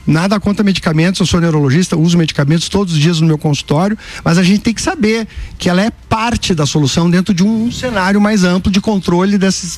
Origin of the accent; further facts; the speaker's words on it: Rio Grande do Sul, Brazil; Sou gaúcho.